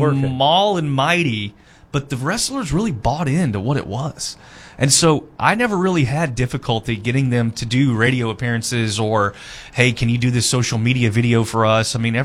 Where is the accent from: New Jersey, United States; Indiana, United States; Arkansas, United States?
Arkansas, United States; Little Rock; So I grew up in Little Rock and went to work for Simmons Bank Arena and worked there for 10 years.